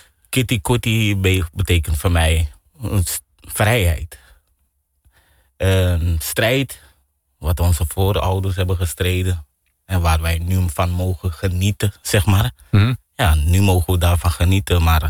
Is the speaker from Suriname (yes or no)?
yes; Suriname; Iedereen weet dat wij als Surinamers gastvrij zijn.